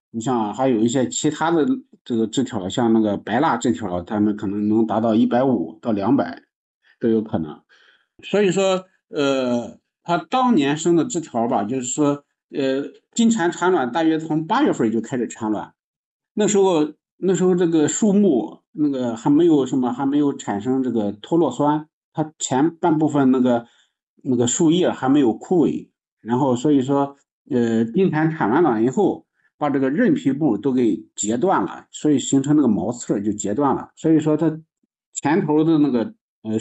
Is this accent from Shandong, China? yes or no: yes; Shandong, China